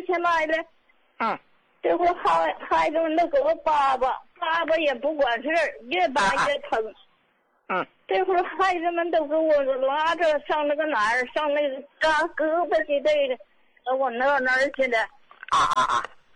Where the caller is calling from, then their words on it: Qinhuangdao, Hebei, China; 我是秦皇岛的